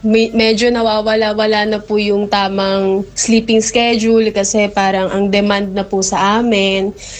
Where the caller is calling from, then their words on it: Marikina, Metro Manila, Philippines; I'm from Marikina po.